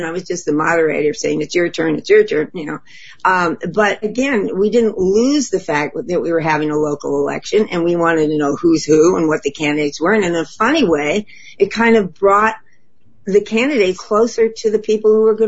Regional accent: Los Angeles, California, United States; now in Sausalito area, San Francisco Bay, United States; I grew up in Hollywood.

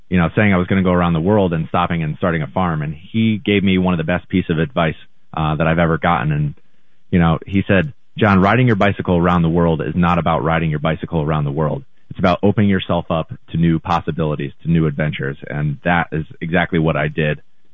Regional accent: Connecticut, United States; moved away as an adult; I grew up in Connecticut, moved to New York City, and at first I loved it.

